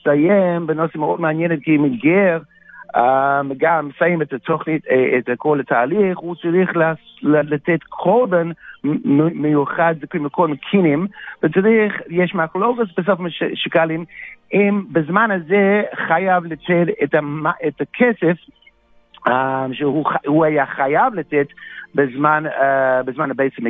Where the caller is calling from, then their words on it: Beit Shemesh, Jerusalem District, Israel; אני בבית שמש